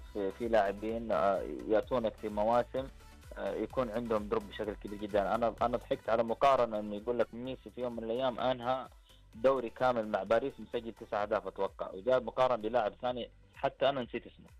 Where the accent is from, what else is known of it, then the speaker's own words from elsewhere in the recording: Saudi Arabia; احنا كسعوديين